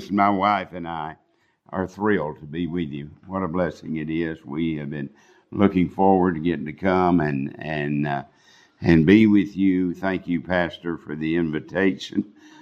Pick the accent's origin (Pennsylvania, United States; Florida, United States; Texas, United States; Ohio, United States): Texas, United States; It was a little Southern Baptist church in my hometown, about 50 miles outside of Amarillo.